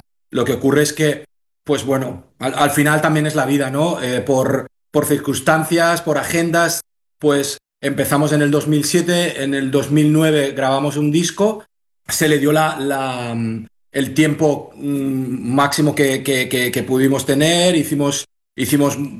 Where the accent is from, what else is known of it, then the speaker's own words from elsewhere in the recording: Vilanova, Spain; los tres somos de Vilanova y es mucho más fácil